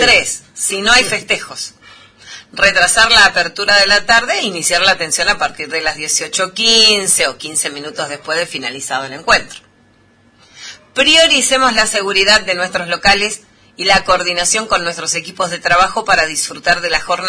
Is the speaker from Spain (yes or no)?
no; Argentina